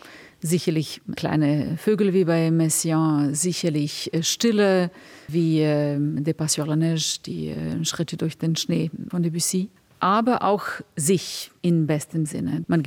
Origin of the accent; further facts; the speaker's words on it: Serbia; now in Berlin, Germany; ich bin aus dem Balkan, wo wir ganz dichte Wälder haben und viele Märchen und Fabeln mit ziemlich surrealistischen Konnotationen.